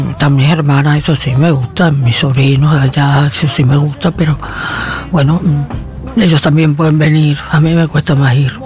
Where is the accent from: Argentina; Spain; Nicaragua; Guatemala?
Argentina; Corrientes; moved away as an adult; yo nací en Corrientes Capital y me acostumbré, pero ahora, como hace mucho que vivo acá también, es cierto que sufro un poco más el calor cuando voy.